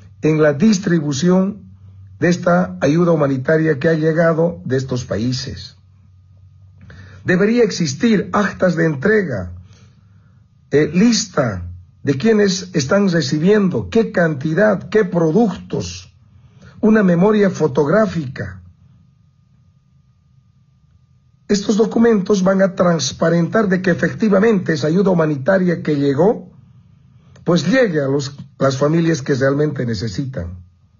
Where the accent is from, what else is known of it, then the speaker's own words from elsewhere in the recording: Bolivia; Son preguntas que nos hacemos los bolivianos